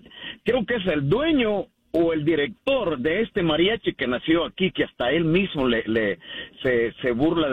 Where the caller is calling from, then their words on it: Houston, Texas, United States; Sí, bien, bien, buenos días, de aquí de Houston.